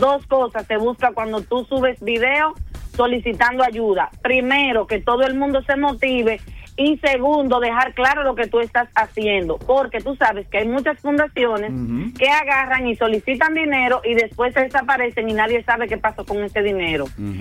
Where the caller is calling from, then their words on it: Dominican Republic; brillamos todos los dominicanos